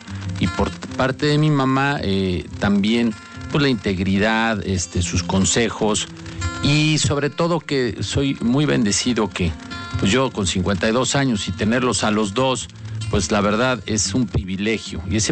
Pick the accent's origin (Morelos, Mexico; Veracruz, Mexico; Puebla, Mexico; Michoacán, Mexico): Puebla, Mexico; creciendo como poblanos mexicanos